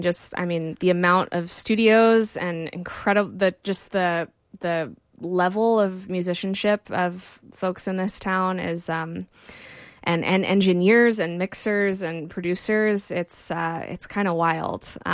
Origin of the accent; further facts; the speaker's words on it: Wimberley, Texas, United States; moved away as an adult; also born or lived in New York; now in Nashville, United States; because I'm from Texas. You know, I grew up in Wimberley, which is outside of Austin.